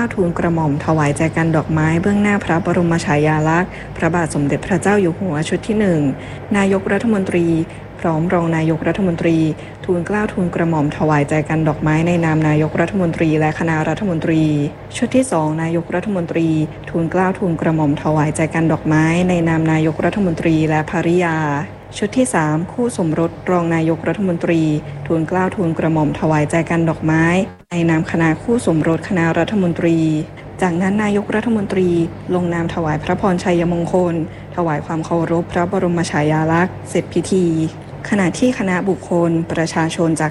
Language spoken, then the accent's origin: Thai; Kanchanaburi, Thailand; หวังว่าจะนำความรู้กลับไปพัฒนาบ้านเกิดที่จังหวัดกาญจนบุรี